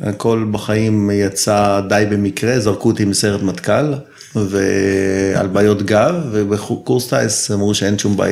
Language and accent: Hebrew; Tel Aviv, Tel Aviv District, Israel; now in Zikhron Ya'akov, Israel; אני תל אביבי במקור, גר היום בזיכון, בן 56, נשוי, אבא לשלוש בנות.